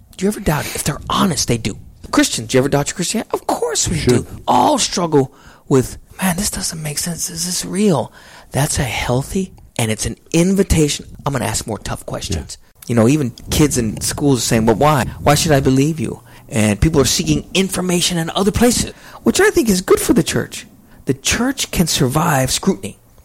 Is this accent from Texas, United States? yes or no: yes; San Marcos, Texas, United States; moved away; So I will be closer to where I grew up in San Marcos. My parents lived down there.